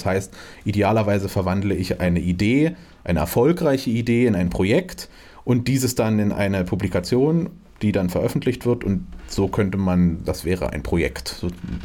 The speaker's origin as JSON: {"language": "German", "town": "Cottbus", "region": "Brandenburg", "country": "Germany", "tie": "born there", "moved": "yes", "said": "Ich bin nicht in Finsterwalde zur Schule gegangen, sondern ich bin in Cottbus zur Schule gegangen"}